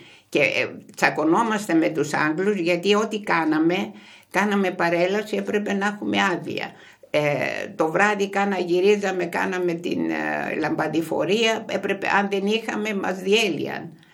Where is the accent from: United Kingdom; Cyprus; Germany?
Cyprus; moved away as an adult; now in Kozani, Greece; Η Κύπρος είναι η πατρίδα μου. Η Κοζάνη είναι η πατρίδα των παιδιών μου.